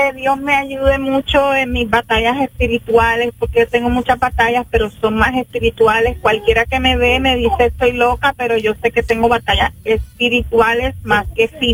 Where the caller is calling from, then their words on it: Miramar, Florida, United States; Desde Miramar, Florida.